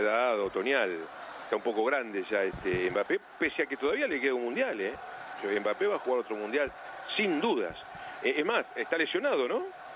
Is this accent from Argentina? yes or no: yes; Argentina; El aficionado argentino, el país, la sociedad necesita un par de campeones por año, porque no somos europeos